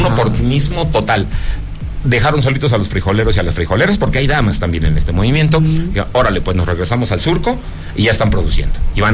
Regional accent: Zacatecas, Mexico

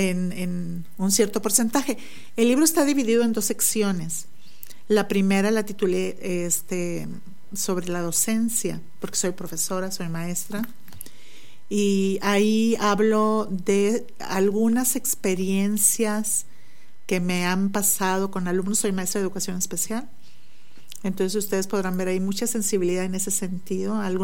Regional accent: Nuevo Laredo, Tamaulipas, Mexico; now in Río Bravo, Mexico; soy oriunda de Nuevo Laredo

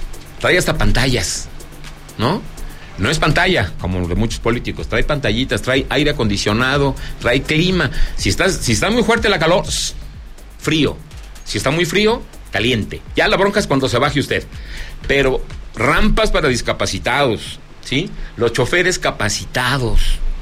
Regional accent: Zacatecas, Mexico; usted está en mi tierra, Zacatecas.

